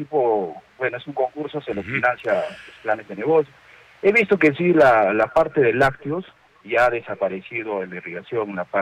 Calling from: Arequipa, Peru; que somos de Arequipa

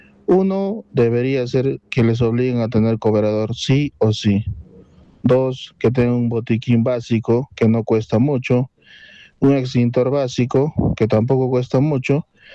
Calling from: Arequipa, Peru; Yo como ciudadano peruano y arequipeño, estoy de acuerdo en pagar $1.30

